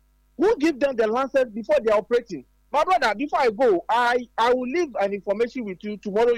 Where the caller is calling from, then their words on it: Volta, Ghana; from Anoga in the Volta region.